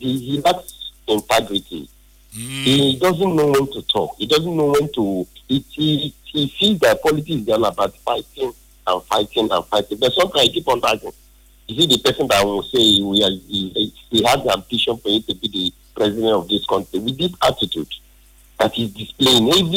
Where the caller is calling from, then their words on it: Rivers, Nigeria; I am from Ikwiri River State, to be specific.